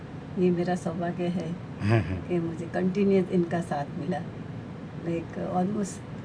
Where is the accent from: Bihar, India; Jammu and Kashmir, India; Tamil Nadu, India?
Tamil Nadu, India; Chennai; born there; now in Ahmedabad, India; मैं retired teacher हूँ, अहमदाबाद से आई हूँ। मेरा बर्थ प्लेस चेन्नई है।